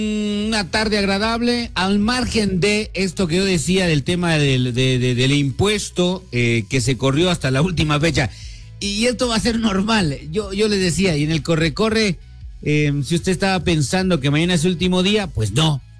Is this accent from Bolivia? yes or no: no; Guatemala; soy guatemalteco